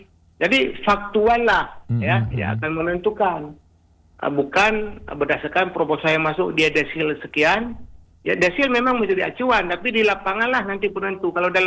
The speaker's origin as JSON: {"language": "Indonesian", "town": "Banda Aceh", "region": "Aceh", "country": "Indonesia", "said": "tahun yang lalu, itu kampung saya misalnya."}